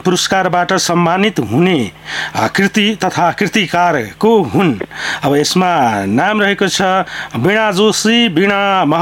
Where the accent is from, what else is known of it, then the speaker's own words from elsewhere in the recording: Bedkot, Sudurpashchim Province, Nepal; मेरो पनि बेतकोट नगरपालिका हो घर